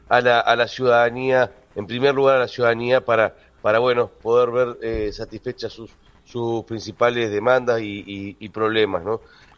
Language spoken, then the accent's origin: Spanish; Colonia 18 de Julio, Salto, Uruguay; Yo me crié, sí, en la colonia 18 de julio porque mi familia es de allí.